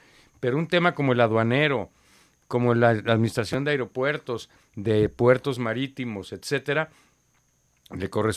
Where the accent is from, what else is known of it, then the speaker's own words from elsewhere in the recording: Mexico; poner mi granito de arena en mi país.